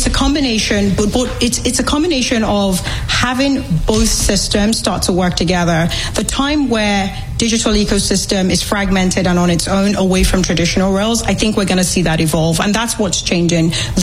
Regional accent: United Kingdom; now in United States; I'm British, but I live in the US.

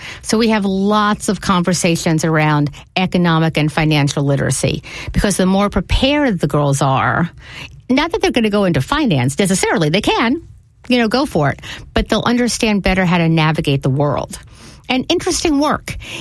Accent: Tulsa, Oklahoma, United States; moved away; I grew up in Tulsa, Oklahoma

